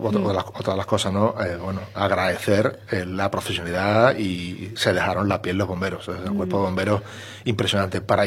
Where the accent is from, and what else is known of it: Spain